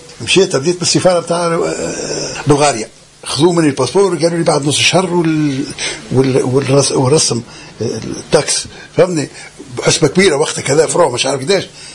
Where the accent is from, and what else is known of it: Tunisia; also born or lived in Syria